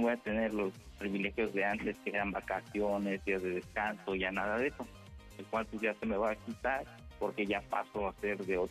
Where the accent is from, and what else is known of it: Toluca, State of Mexico, Mexico